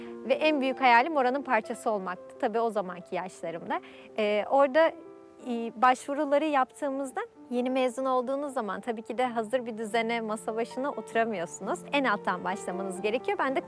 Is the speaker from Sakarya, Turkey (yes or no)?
yes; Sakarya, Turkey; born there; now in Gemlik, Turkey; Aslen Sakarya doğumluyum. Üç kardeşin en küçük çocuğuyum. Gemlik'te yaşıyorum.